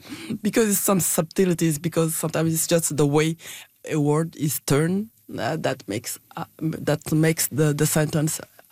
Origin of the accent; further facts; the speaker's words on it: Côte d’Ivoire; moved away as an adult; now in Quebec, Canada; I'm from West Africa. I came here in Canada in 1992 to study. I was young at that time. I just finished my lycée in Africa, in Ivory Coast.